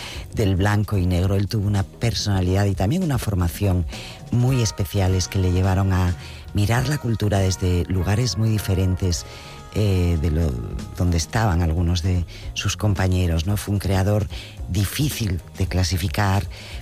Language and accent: Spanish; Asturias, Spain; Como asturiano, por otra parte, te digo.